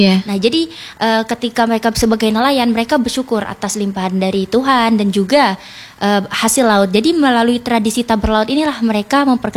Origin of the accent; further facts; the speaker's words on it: Lubuk Besar, Bangka Belitung Islands, Indonesia; jadi karena saya orang Lubuk Besar, tepatnya di Kabupaten Bangka Tengah